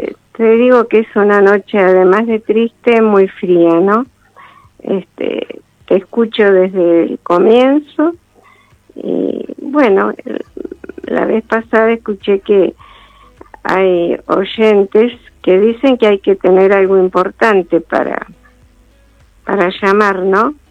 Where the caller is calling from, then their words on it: Santa Rosa, La Pampa, Argentina; de Santa Rosa, La Pampa.